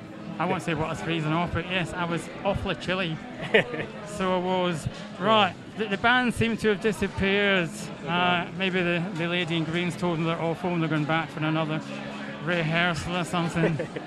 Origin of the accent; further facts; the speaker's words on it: Glasgow, Scotland, United Kingdom; I'm from Glasgow, Edinburgh